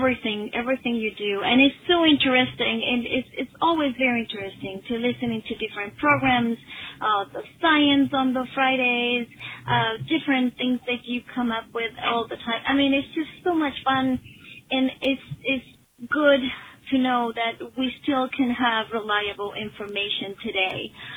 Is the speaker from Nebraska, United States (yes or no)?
no; Wellington, Florida, United States; also born or lived in California / Alabama; I'm from Wellington, Florida. I always been NPR are listeners, living in California and then living in Alabama and now living in Florida